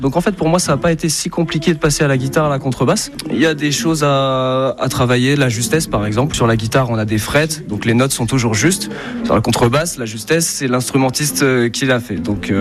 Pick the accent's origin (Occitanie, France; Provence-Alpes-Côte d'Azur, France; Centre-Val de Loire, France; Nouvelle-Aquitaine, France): Centre-Val de Loire, France; Jargeau; j'ai 28 ans, je viens de Jargeau et je suis contrebassiste.